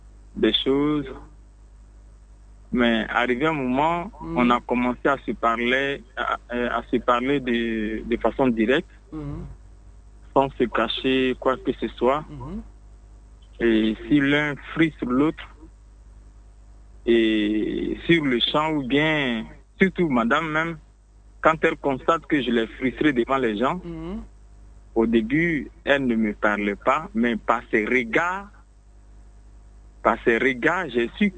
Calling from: Abidjan, Côte d’Ivoire; Je vous appelle d'Abidjan, précisément de Cocody Palmeret.

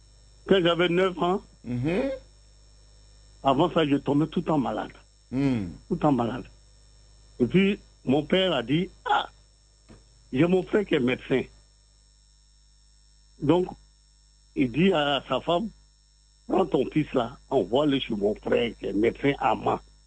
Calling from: Abidjan, Côte d’Ivoire; J'appelle lors des deux plateaux.

